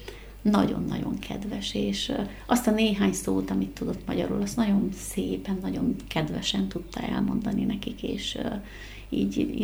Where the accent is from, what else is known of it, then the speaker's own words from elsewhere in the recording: Sălaj, Romania; moved away; abban a megyében, ahol én felnőttem, Szilágy megyében